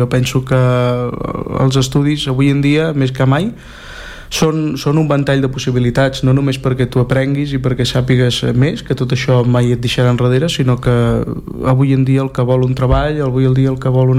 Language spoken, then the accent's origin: Catalan; Barcelona, Catalonia, Spain; Nosaltres som catalans de pura cepa, sí. El parlem a casa des de sempre i sí, el parlem, aquí el parlem molt.